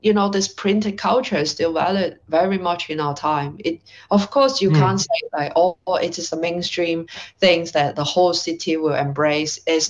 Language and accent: English; Hong Kong; I am someone from Hong Kong, and so like a place which you came from represent certain things, right? Like politically, socially, and obviously there is a long history of Hong Kong